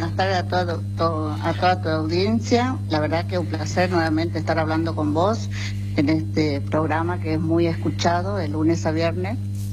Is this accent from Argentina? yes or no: yes; Eldorado, Misiones, Argentina; Yo soy de El Dorado